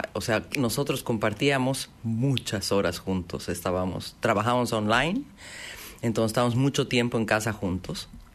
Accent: Bolivia; now in Argentina; Yo hablo como soy boliviana, hablo como boliviana, pero vivo hace 29 años aquí, entonces me siento argentina.

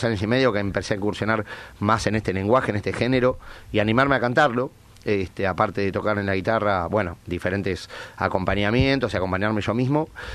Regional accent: Buenos Aires, Argentina; Me vengo desde la ciudad de Buenos Aires, desde el barrio de Almagro, barrio de tango.

